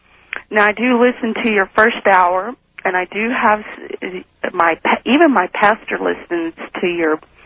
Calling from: Reno, Nevada, United States; I want to let you know I've been listening to you for about 2 years and a half, and I'm calling from Reno.

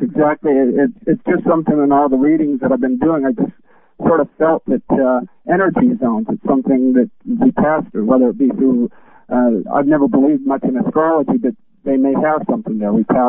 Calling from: Reno, Nevada, United States; from Reno.

